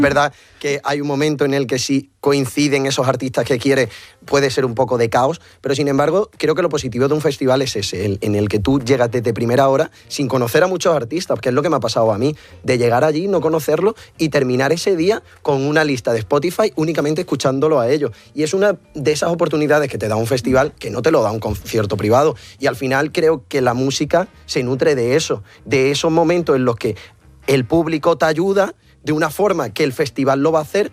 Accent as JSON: {"language": "Spanish", "town": "Málaga", "region": "Andalusia", "country": "Spain", "said": "Yo soy de Málaga"}